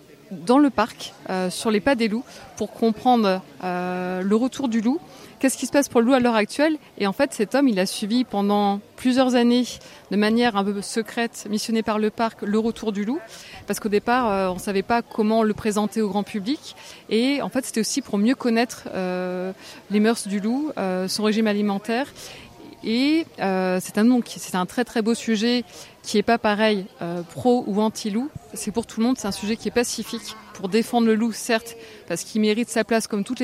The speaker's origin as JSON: {"language": "French", "region": "Centre-Val de Loire", "country": "France", "said": "Moi je suis du Loiret"}